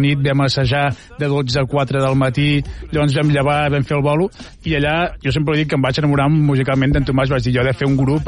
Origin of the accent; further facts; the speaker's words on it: Gurb, Catalonia, Spain; Jo sóc el de Gurb